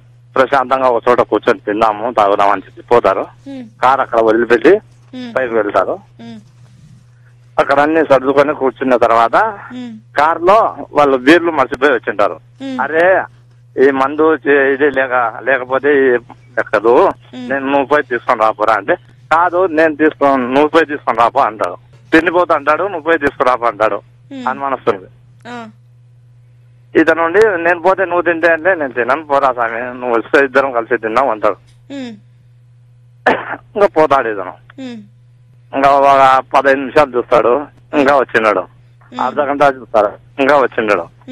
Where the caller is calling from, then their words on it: Kadapa, Andhra Pradesh, India; నేను కడప నుంచి మాట్లాడుతున్నా.